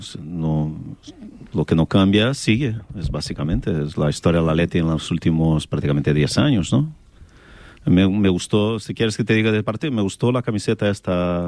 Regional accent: Brazil; Yo no trabajo para Vinicius. Soy brasileño

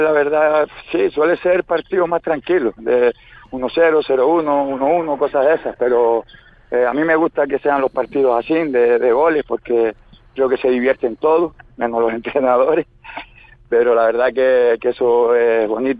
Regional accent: San Bartolomé, Canary Islands, Spain; yo soy de San Bartolomé y tengo que aplaudir un golazo de Jaisa, pues lo aplaudo.

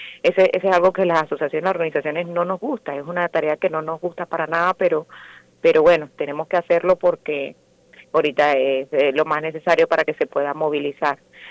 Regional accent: Venezuela; now in Murcia, Spain; No soy de la zona, pero soy venezolana.

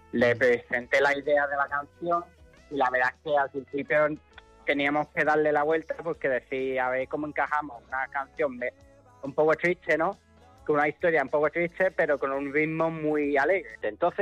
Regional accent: England, United Kingdom; now in Huelva, Spain; Bueno, realmente norteamericano no soy inglés.

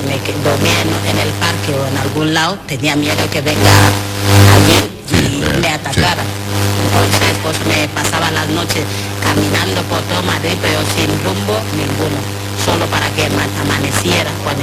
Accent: Equatorial Guinea; Yo he crecido como del catolicismo. En mi país, como toda Guinea, ¿sabes? En mi país somos católicos y nosotros creemos en Dios.

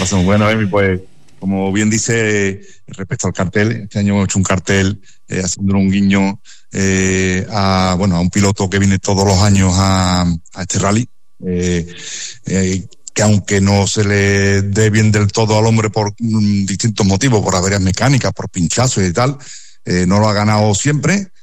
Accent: Andalusia, Spain; Y yo era pequeñito y bueno, veía pasar los coches por mi pueblo, que en aquella época vivía yo en El Paso, salían desde Sevilla hacia la Sierra Mor

